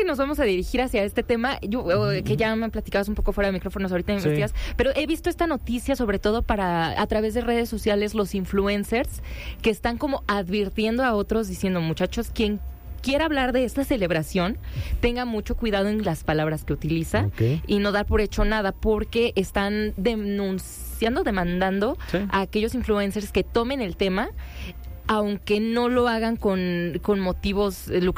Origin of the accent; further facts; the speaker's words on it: State of Mexico, Mexico; born there; estaba en la feria de mi pueblo, en Estado de México